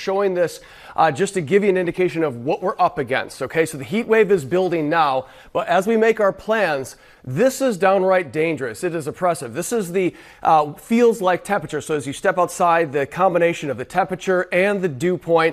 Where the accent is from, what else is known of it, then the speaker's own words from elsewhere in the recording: Michigan, United States; moved away; my home state of Michigan